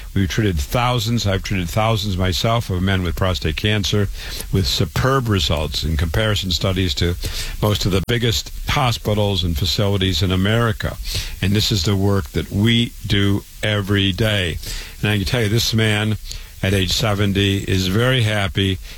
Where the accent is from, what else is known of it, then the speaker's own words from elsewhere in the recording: Waterloo, Iowa, United States; I was born and raised in Waterloo, Iowa, thousands of miles from here.